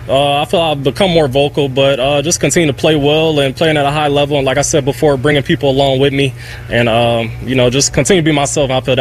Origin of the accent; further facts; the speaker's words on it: Cleveland, Ohio, United States; I'm from Cleveland. You know, this is the city I'm from. I've always played in Ohio. I'm an Ohio kid